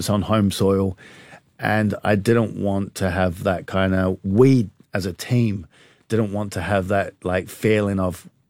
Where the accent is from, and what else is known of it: New Zealand; born or raised there